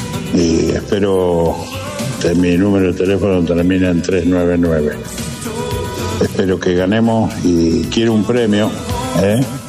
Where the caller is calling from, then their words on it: General Rodríguez, Buenos Aires Province, Argentina; de General Rodríguez, jubilado, tengo 68 años